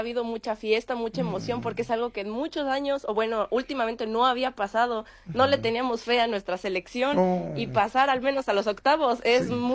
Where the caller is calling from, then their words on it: Querétaro, Mexico; acá al menos en donde yo vivo, que es Querétaro, está más o menos pegado a la capital